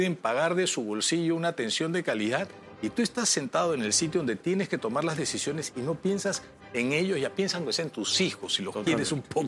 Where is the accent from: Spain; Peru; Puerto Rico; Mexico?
Peru; Y somos peruanos, ¿no?